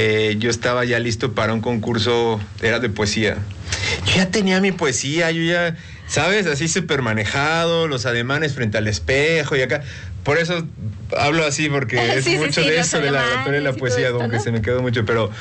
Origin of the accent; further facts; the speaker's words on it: Mexico City, Mexico; born there; also born or lived in Macuspana, Tabasco; O sea, yo nací en DF, pero al año y algo me...